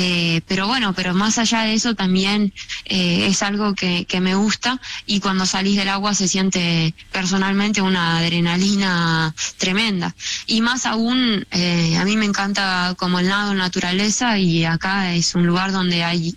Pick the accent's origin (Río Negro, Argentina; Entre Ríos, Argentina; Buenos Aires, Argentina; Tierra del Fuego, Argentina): Río Negro, Argentina; General Roca; No, yo soy de Río Negro, de General Roca, entonces siempre me gustaron como los desafíos